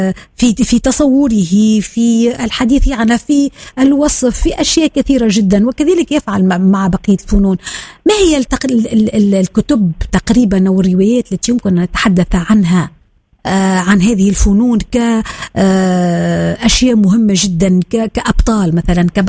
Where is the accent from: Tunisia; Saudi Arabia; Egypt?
Tunisia; southern Tunisia; ونحن كذلك من الجنوب